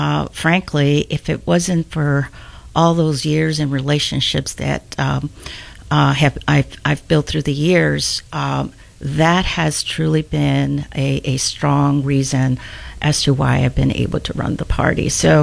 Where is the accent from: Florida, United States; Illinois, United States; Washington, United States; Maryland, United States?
Illinois, United States; Cicero; Cicero is my hometown.